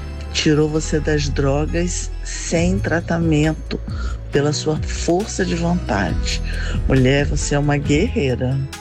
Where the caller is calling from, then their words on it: Campos dos Goytacazes, Rio de Janeiro, Brazil; falo de Campos Goytacazes.